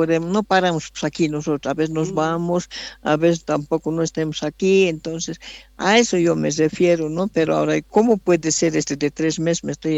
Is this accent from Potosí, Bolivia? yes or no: yes; Catavi, Potosí, Bolivia; soy de aquí de Catavi, nacida catabeña.